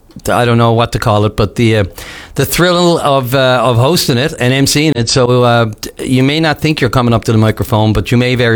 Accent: St. John's, Newfoundland and Labrador, Canada; I grew up in the West End of town, so I didn't, you know, I couldn't be called a downtown or a folky guy or anything like that.

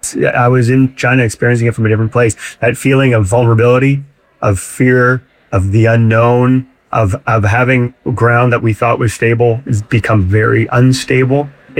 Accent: Fredericton, New Brunswick, Canada; also born or lived in Sackville, New Brunswick; Fredericton right now in my hometown

